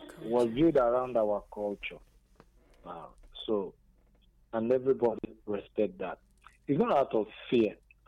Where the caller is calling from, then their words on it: Nigeria; This is like I'm calling from Nigeria.